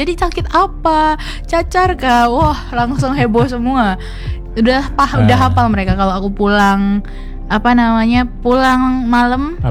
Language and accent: Indonesian; Sumatra, Indonesia; born there; also born or lived in Pontianak; now in Java, Indonesia; saya Batak gitu ya, udah biasa gitu nada tinggi. Terus udah dari dulu tinggal di Sumatera juga gitu, tinggal di Ponti juga gitu